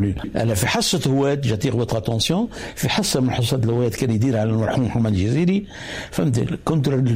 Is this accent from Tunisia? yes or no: yes; Tunisia; moved away; انا تونسي.